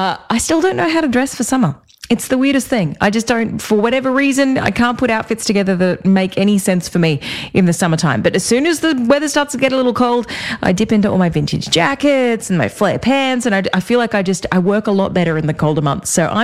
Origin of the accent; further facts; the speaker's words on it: Australia; now in Nashville, United States; I am Australian and we are summer people, like we definitely live a lot of the year in what feels like most people's summertime